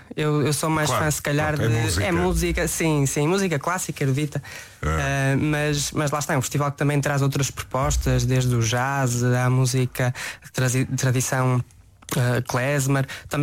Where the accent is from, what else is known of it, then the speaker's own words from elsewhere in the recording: Santo Tirso, Norte, Portugal; moved away as an adult; also born or lived in Geneva, Switzerland; now in Amsterdam, Netherlands; Eu tenho 26 anos, nasci em 2000 em Santo Tirso.